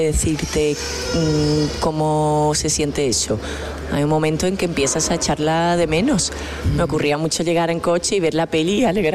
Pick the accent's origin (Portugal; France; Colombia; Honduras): Portugal; Lisbon; now in Seville, Spain; Yo soy de Lisboa, soy portuguesa, bueno, ya soy española, tengo la nacionalidad